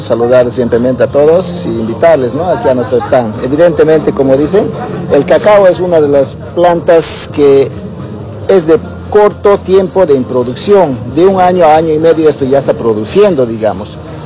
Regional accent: Bolivia

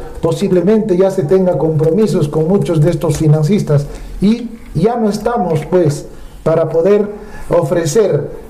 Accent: Apurímac, Peru; now in Talavera, Peru; vive en Apurímac, es apurimeño. … trabaja, vive en Apurímac. Vivo en Talavera

